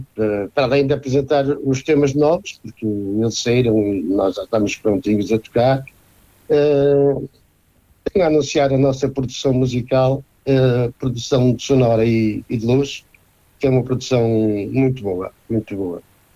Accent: Porto, Norte, Portugal; eu sou bem longe, eu sou do Porto

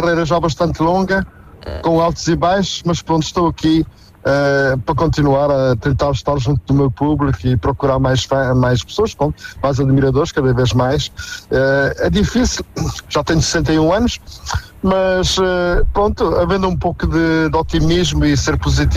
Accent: São João da Pesqueira, Viseu, Portugal; born or raised there

